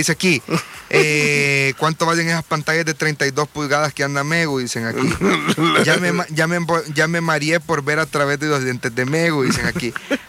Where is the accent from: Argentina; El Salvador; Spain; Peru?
El Salvador